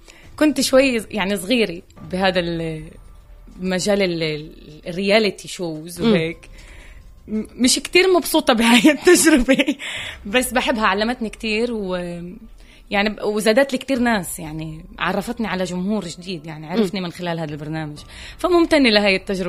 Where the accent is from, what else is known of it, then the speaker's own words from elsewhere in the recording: Palestine; كل فخر أنه أنا فلسطيني، يعني نيال الفلسطيني،